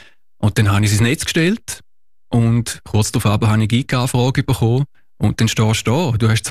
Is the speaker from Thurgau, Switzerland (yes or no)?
yes; Frauenfeld, Thurgau, Switzerland; Ich sage jetzt mal, östlich von Frauenfeld, wo ich herkomme, ist es klar